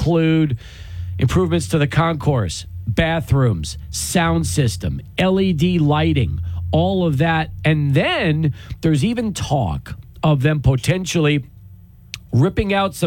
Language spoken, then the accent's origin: English; El Paso, Texas, United States; I've grown up in that building. We moved here in 78.